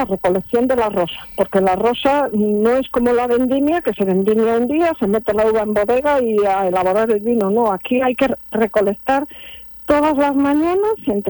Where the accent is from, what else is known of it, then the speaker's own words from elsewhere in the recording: Cangas del Narcea, Asturias, Spain; moved away; cuando yo era pequeña en la aldea donde nací, en Carballo, en el concejo de Cangas del Narcea.